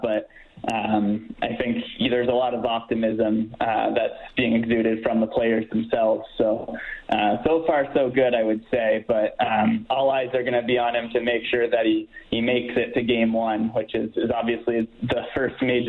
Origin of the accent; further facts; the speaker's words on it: Cambridge, Ontario, Canada; moved away as an adult; also born or lived in Ottawa; now in Edmonton, Canada; I'm from Cambridge, Ontario. That's about an hour west of Toronto.